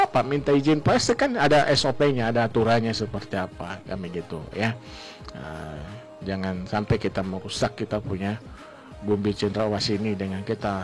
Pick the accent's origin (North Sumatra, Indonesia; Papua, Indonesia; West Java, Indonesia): Papua, Indonesia